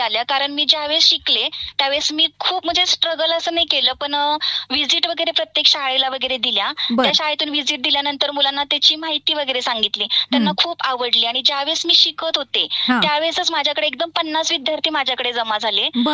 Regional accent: Lonand, Maharashtra, India; moved away as an adult; now in Nira, India; माझं माहेर लोणंद आहे आणि आता मी नीरेमध्ये वास्तव आहे.

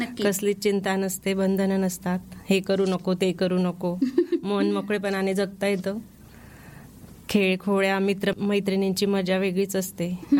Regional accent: Chahardi, Maharashtra, India; माझे बालपण चोपड्या तालुक्यातील चहाडी या गावात झाले।

